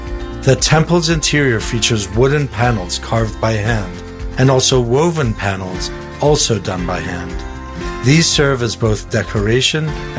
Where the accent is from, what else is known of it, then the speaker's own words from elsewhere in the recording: Papua New Guinea; I was raised in Papua New Guinea